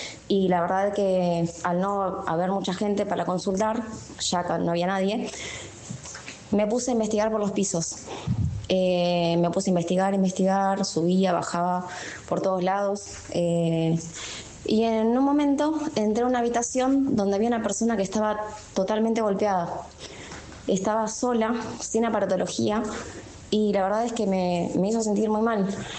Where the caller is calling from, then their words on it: Morón, Buenos Aires Province, Argentina; soy de Morón, de Buenos Aires